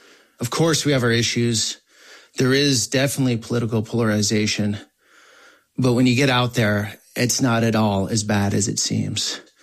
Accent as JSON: {"language": "English", "region": "Vermont", "country": "United States", "tie": "born or raised there", "also_born_or_lived": "California", "said": "this is a totally different world than where I grew up in Vermont or lived most of California."}